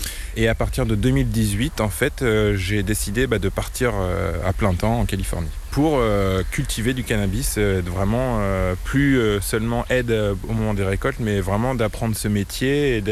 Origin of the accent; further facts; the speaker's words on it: Évreux, Normandy, France; moved away as an adult; Alors moi je suis né ici, hein, je suis né à Évreux, la préfecture de l'Eure. J'ai grandi, j'ai passé toute ma jeunesse ici. On est revenus tous les deux en 2024 et c'est là où on s'est installé sur cette parcelle.